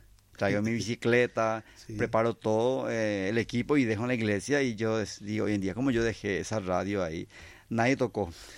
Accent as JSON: {"language": "Spanish", "town": "Santa Rosa del Aguaray", "region": "San Pedro", "country": "Paraguay", "tie": "born or raised there", "also_born_or_lived": "San Estanislao (Santaní)", "moved": "yes", "said": "Yo soy de Santaní, pero también me crié. O sea, pasé mi adolescencia en Santa Rosa de la Guaraí, en una comunidad que se llamaba López Salinas, hoy se le dice San Miguel del Norte, pero hasta hoy yo vuelvo a ese lugar y es como mi lugar preferido"}